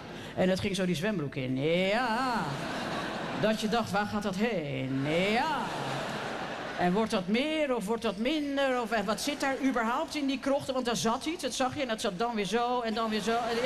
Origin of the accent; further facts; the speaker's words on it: Haarlem, North Holland, Netherlands; Het was weliswaar de wilde jaren 60 dat ik ben geboren. Maar het was bij ons in Haarlem-Noord kennelijk nog niet helemaal doorgedrongen.